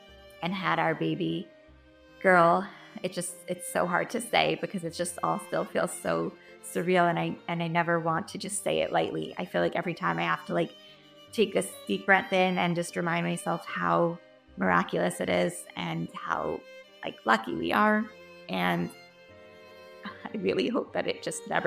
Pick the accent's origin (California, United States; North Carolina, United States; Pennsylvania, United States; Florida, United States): Florida, United States; North Miami Beach; I grew up in North Miami Beach, Florida. Went to the regular schools here, Bisiaco of Miami